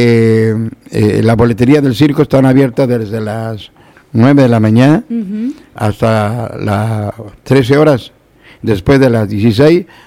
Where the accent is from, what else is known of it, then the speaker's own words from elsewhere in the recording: Argentina; Entonces esas amarguras te llegan a ti como persona, como argentina. Argentina es un país muy grande, muy hermoso, muy de piel.